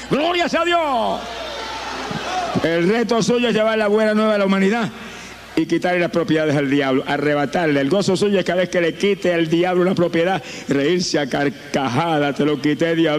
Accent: Camuy, Puerto Rico; Yo viví 35 años perdido en mi pueblo de Camuy, y nunca ningún evangélico me habló de Cristo.

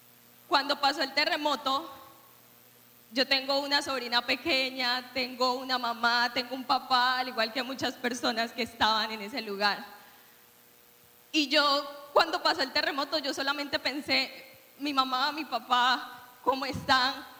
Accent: Chocó, Colombia; now in Medellín, Colombia; yo crecí en el Chocó, ahora vivo en Medellín

